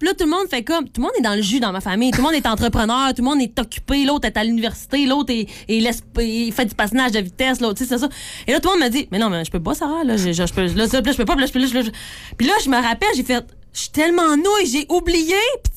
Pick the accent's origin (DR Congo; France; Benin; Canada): Canada; Quebec; il est venu me voir à quelques reprises. reprises chez nous au Lac-Saint-Jean.